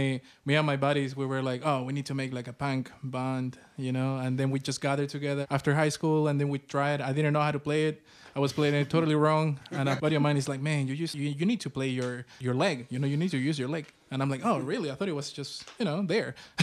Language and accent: English; Peru; moved away as an adult; I'm from Peru, so I grew up over there.